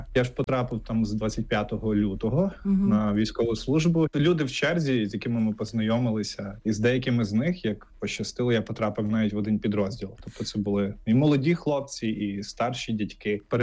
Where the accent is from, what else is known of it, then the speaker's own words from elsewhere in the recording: Skole district, Lviv Oblast, Ukraine; я родом зі Сколівщини, Бойківський край